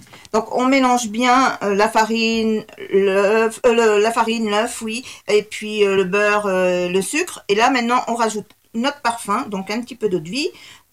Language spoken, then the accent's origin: French; Nouvelle-Aquitaine, France; Parce que enfin, chez nous, dans le Poitou, on dit que l'amitié ne se coupe pas.